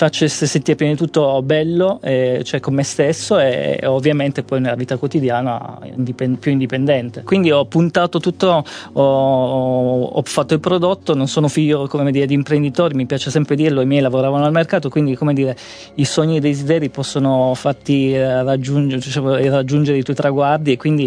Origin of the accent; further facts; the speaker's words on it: Sicily, Italy; now in Turin, Italy; sono siciliano.